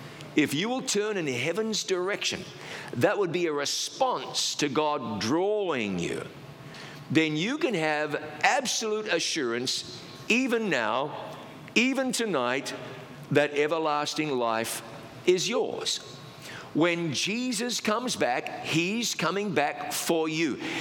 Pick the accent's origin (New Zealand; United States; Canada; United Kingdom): New Zealand; I grew up in New Zealand, which is a country that is part of the British Commonwealth.